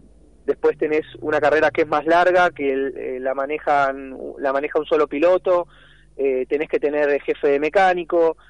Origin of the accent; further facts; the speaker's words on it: Pilar, Buenos Aires Province, Argentina; yo soy de Pilar en realidad, pero doy clases allá. Acá en Pilar